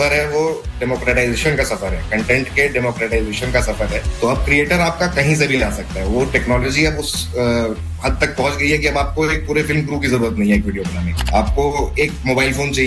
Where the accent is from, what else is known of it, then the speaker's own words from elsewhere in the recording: Lucknow, Uttar Pradesh, India; मैं लखनऊ से हूँ